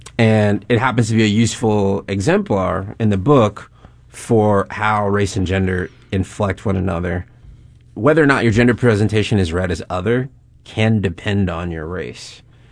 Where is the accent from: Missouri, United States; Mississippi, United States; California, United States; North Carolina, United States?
Missouri, United States; St. Louis; born or raised there